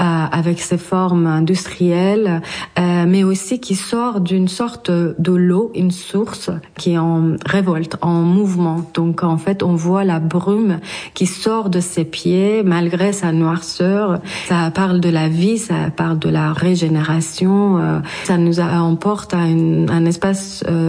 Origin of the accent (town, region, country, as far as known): Iran